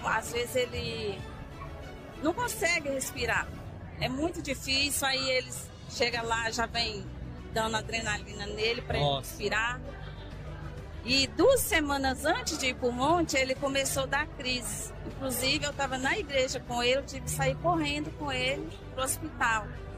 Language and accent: Portuguese; Belo Horizonte, Minas Gerais, Brazil; Santuário do Lagoa.